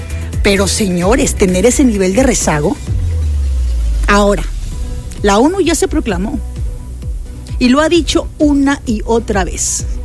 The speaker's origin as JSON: {"language": "Spanish", "town": "Poza Rica", "region": "Veracruz", "country": "Mexico", "said": "Hablo de Veracruz porque soy veracruzana, porque soy pozarricense"}